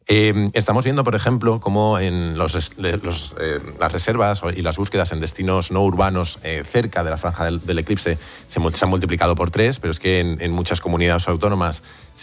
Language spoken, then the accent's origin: Spanish; Castilla-La Mancha, Spain; born or raised there